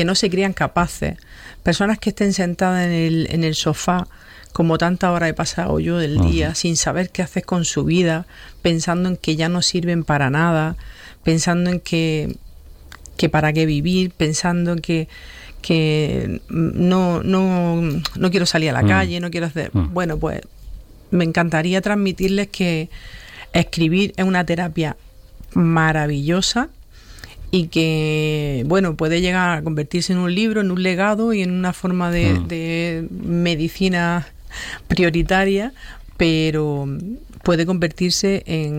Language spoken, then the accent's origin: Spanish; Huércal de Almería, Andalusia, Spain; Me encanta que haya sido aquí en mi pueblo, es que no podía haber sido de otra forma, claro, en Huércal.